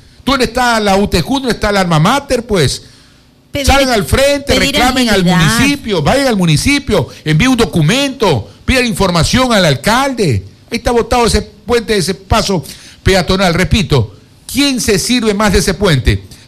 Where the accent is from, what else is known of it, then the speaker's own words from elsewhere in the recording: Quevedo, Los Ríos, Ecuador; No, yo me quedo en Quevedo. Esta es mi tierra.